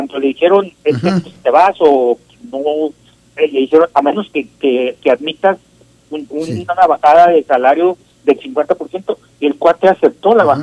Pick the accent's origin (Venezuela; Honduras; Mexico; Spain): Mexico; Una de las cosas que pasa en México, al parecer, es que pagamos lo suficientemente bien, de hecho solamente Brasil paga mejor que nosotros